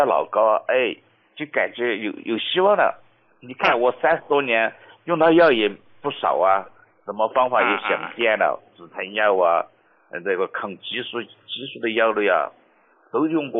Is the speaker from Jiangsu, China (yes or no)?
yes; Nantong, Jiangsu, China; 我来自江苏南通的。